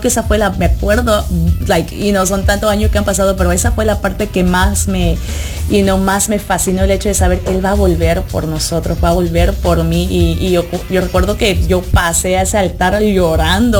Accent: Georgia, United States; moved away as an adult; now in Maryland, United States; yo crecí en Georgia, el sur, you know, y ahí hay bastantes latinos.

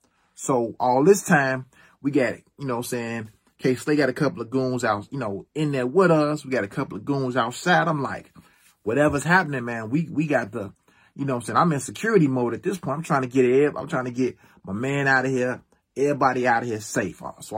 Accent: Chicago, Illinois, United States; I'm from Chicago.

